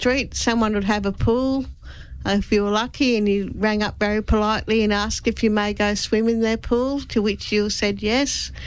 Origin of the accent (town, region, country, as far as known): Grafton, New South Wales, Australia; born or raised there